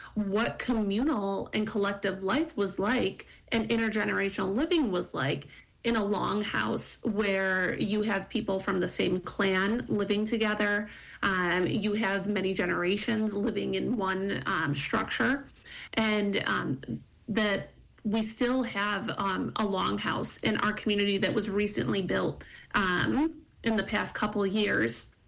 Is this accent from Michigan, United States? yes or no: no; New York, United States; So I'm from the Tuscarora Nation of the Haudenosaunee Confederacy.